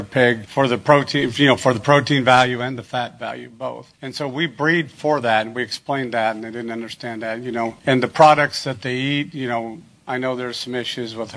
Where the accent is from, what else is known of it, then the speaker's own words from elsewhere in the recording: Washington, Iowa, United States; I'm from Washington, Iowa, Washington County, Southeast Iowa.